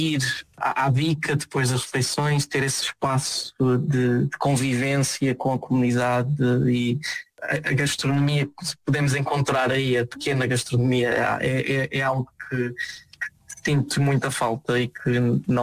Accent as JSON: {"language": "Portuguese", "country": "Portugal", "tie": "born or raised there", "lives_now": "Netherlands", "said": "nós crescemos em geral em Portugal, temos as nossas três refeições principais do dia"}